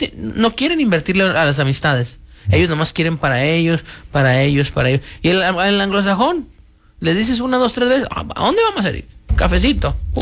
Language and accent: Spanish; Mexico; desde que venimos de México, sabemos que corremos ese riesgo, es lo que es, ¿para qué nos hacemos locos?